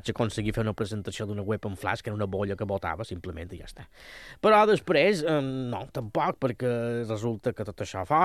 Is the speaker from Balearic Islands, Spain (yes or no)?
yes; Banyabufar, Balearic Islands, Spain; El meu poble, Banyabufar, som un poquet més originals, no fem karaokes, sinó que fem la nit de varietés.